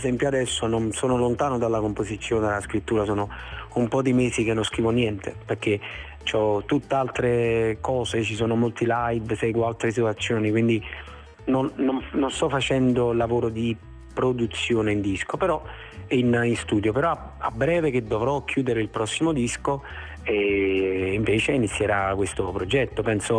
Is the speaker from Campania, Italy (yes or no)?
yes; Campania, Italy; born there